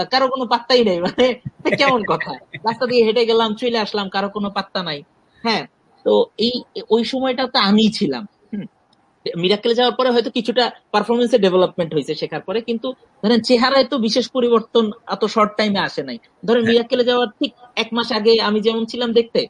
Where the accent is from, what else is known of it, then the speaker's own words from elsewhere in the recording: Dhaka, Dhaka Division, Bangladesh; তা আমার বাবা মা লক্ষ্মীপুরে বড় হয়েছে, লক্ষ্মীপুর আমাকে আমার বাবা মা উপহার দিছে, আমি আসলে ঢাকাতেই বড় হয়েছি।